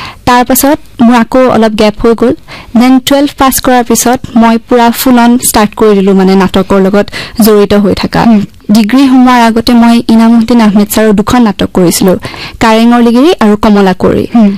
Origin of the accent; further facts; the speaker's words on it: Guwahati, Assam, India; born there; হয়, মোৰ জন্ম ইয়াতে গুৱাহাটীতে।